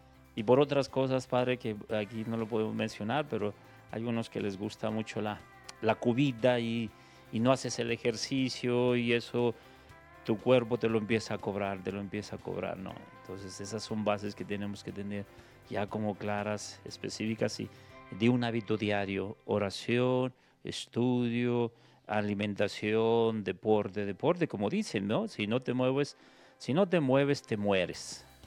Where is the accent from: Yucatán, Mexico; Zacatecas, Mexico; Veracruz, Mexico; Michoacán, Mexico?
Zacatecas, Mexico; Guadalupe; yo soy originario de Guadalupe